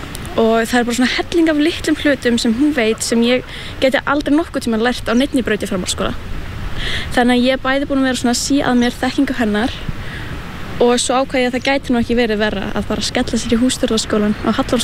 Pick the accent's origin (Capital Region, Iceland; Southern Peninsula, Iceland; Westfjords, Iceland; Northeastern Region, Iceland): Northeastern Region, Iceland; Húsavík; ég 19 ára og kem frá Húsavík.